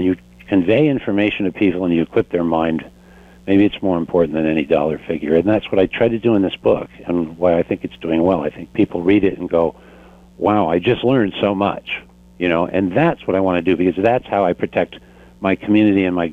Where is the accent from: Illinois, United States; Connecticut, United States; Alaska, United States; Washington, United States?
Connecticut, United States; born there; moved away as an adult; now in Vermont, United States; So I grew up around dairy farms, but I wasn't a farmer. I grew up in Connecticut